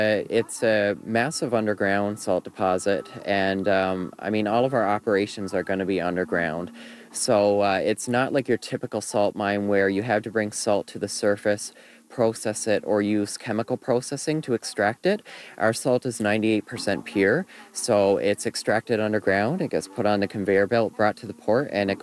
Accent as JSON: {"language": "English", "town": "St. George's", "region": "Newfoundland and Labrador", "country": "Canada", "tie": "born or raised there", "said": "I'm from St. George's, yeah."}